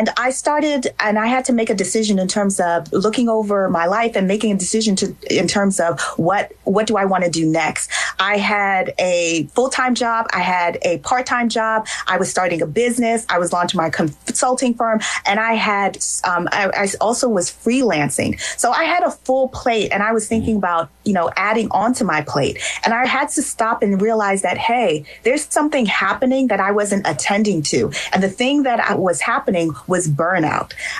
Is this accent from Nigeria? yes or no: yes; Nigeria; And I'm also a Nigerian. So I have to shout out, because yesterday was Nigerian Independence Day.